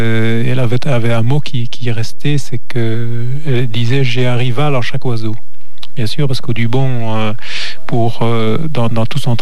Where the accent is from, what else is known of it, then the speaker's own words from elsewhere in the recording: Corbès, Occitanie, France; moved away as an adult; also born or lived in Palm Beach, Florida; avant de revenir m'installer par ici, puisque je suis de Corbès, à côté d'Anduze, j'ai habité avec ma petite famille plusieurs années, 4 ans en réalité, à Palm Beach, en Floride.